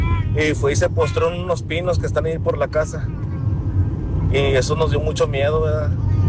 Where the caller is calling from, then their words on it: Monterrey, Nuevo León, Mexico; Yo soy de acá de Monterrey, Nuevo León.